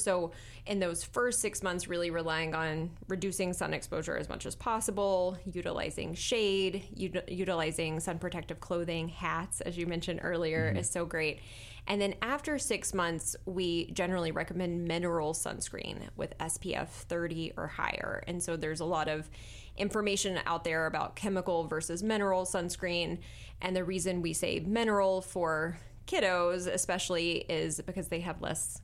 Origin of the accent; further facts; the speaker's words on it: Virginia, United States; I grew up in Virginia. I actually did medical school at the University of Virginia and came up to Vermont for my dermatology residency.